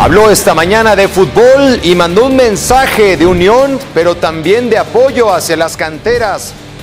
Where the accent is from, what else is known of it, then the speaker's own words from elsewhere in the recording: Mexico; nos compete como mexicanos en un ambiente donde se respira, se habla de fútbol.